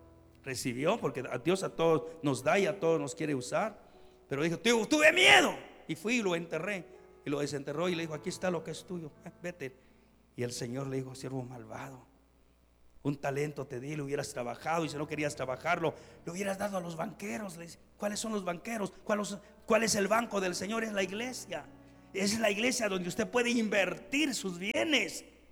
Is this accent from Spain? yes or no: no; Guatemala